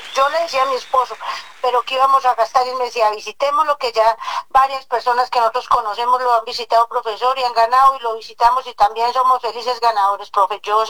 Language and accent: Spanish; Bogotá, Colombia; born there; moved away as an adult; now in Boyacá, Colombia; casi toda mi vida la he vivido en la ciudad de Bogotá.